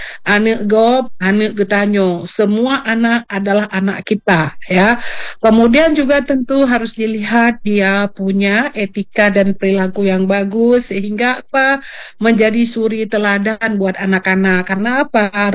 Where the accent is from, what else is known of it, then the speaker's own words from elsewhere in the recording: Aceh, Indonesia; kalau kita lihat dalam konsepsi kita sebagai orang Aceh ya khususnya ya